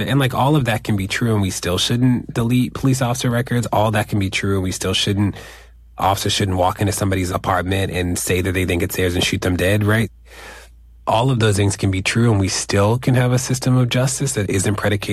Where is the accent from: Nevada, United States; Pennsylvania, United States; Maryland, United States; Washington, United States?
Maryland, United States; Baltimore; I grew up in Baltimore.